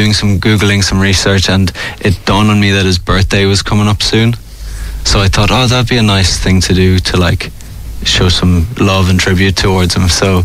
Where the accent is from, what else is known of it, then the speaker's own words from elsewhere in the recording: Arklow, Leinster, Ireland; moved away as an adult; now in Dublin, Ireland; From Arklow.